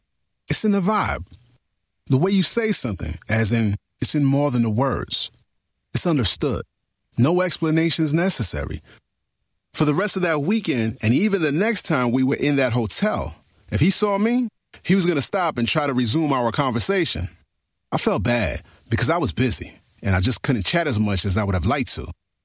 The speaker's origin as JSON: {"language": "English", "region": "New York", "country": "United States", "said": "we're both from New York"}